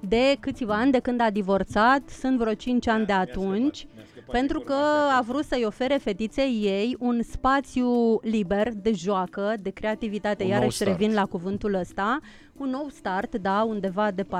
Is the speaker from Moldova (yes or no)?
no; Moldavia, Romania; accent: Moldavian; moved away; Sunt moldoveancă. Da. Sunt moldoveancă.